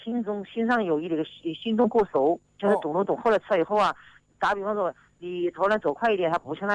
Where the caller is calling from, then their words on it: Wuhan, Hubei, China; 我是武汉的，武汉汉口的。